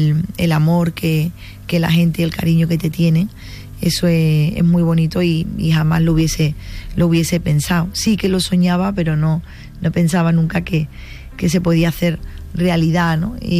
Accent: Cádiz, Andalusia, Spain; ser reconocida en mi tierra, en Cádiz, ser reconocida por la gente

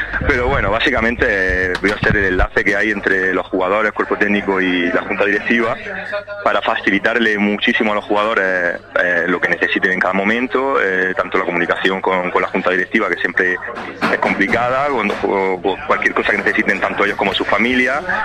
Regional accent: Málaga, Andalusia, Spain; estoy muy contento de volver al club de mi tierra y de mi vida, vamos.

